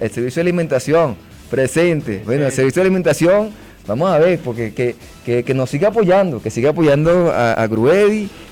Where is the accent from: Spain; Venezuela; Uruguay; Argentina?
Venezuela